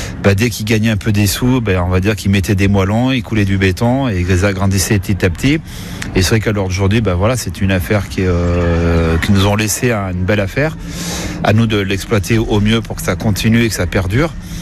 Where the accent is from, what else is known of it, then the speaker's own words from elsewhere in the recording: La Morte, Auvergne-Rhône-Alpes, France; Alors moi je suis un enfant du pays, je suis natif de l'Alpe du Grand Serre, commune de la Morte, et j'y suis toujours et j'essaierai de rester là ici jusqu'à la fin de ma vie